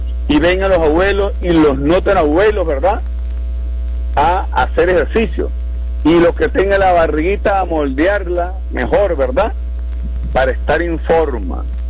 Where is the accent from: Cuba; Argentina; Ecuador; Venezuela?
Venezuela; Táchira; lo que sabemos hacer los tachirenses